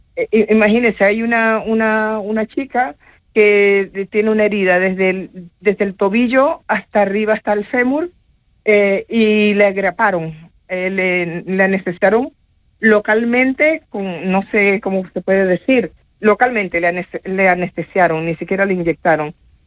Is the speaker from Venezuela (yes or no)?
yes; Venezuela; Nuestro granito de arena tiene que ser un montón muy grande para ayudar a mi tierra, Venezuela.